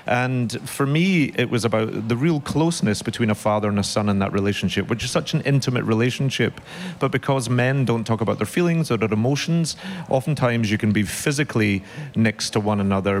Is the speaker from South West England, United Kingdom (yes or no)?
no; Glasgow, Scotland, United Kingdom; Yeah, I mean, it's very similar to how I grew up in Glasgow